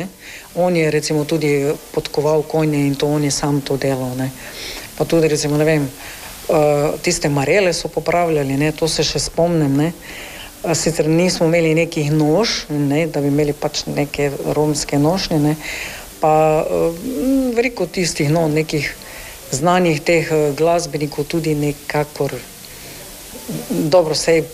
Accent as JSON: {"language": "Slovenian", "region": "Bela krajina", "country": "Slovenia", "said": "Recimo sem pač iz Bele krajine, ne?"}